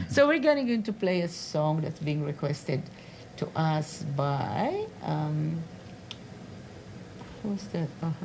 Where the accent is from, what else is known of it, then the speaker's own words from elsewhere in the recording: Philippines; English is a second language; now in Australia; I still retain as a Filipino. I have all my core values, beliefs, and norms, what you have.